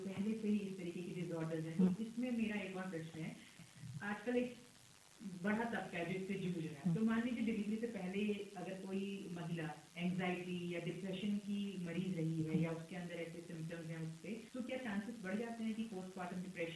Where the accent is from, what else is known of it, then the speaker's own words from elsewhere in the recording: Almora, Uttarakhand, India; ma'am Almora जो हमारा शहर है